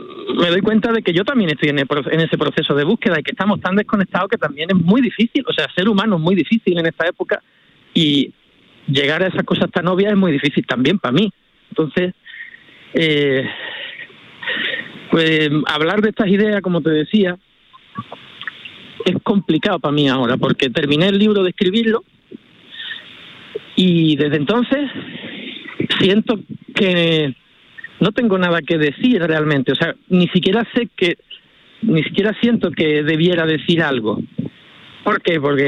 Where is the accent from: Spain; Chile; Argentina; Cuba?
Spain; Andalusia; tengo un amor muy profundo por Doñana, por mi tierra, por mi mundo y por todo esto. También te digo que tiene dos caras, y en este proceso personal en el que estoy ahora, pues hay una cara que es ese amor inmenso por esa tierra